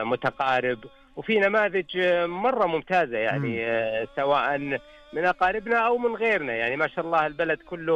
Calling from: Khobar, Eastern Province, Saudi Arabia; أكلمك من الخبر

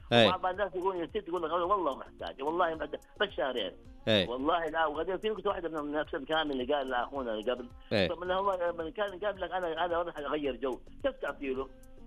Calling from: Medina, Medina Province, Saudi Arabia; انا من المدينه المنوره

